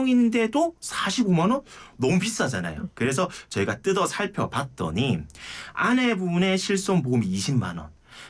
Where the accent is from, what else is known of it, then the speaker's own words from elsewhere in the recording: Geoje, South Gyeongsang, South Korea; 제 고향인 거제도도 갈 수 있습니다.